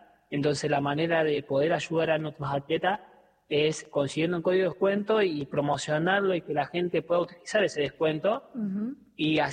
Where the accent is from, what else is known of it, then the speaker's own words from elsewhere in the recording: Córdoba, Argentina; Después está Mikey de Salta, bueno, yo soy de Córdoba, está Mikey de Salta